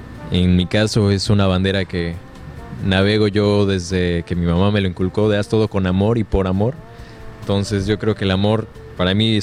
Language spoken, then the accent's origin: Spanish; Yucatán, Mexico; como buen yucateco, pues aquí empecé con la música ya de manera formal